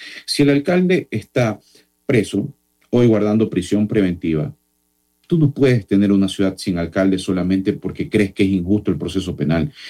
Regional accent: Guayaquil, Guayas, Ecuador; yo soy de Guayaquil

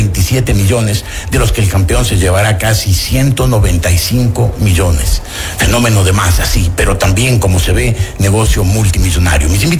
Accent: Ecuador; O sea, somos ecuatorianos y nos apasionamos con el Ecuador solo cuando juega la selección.

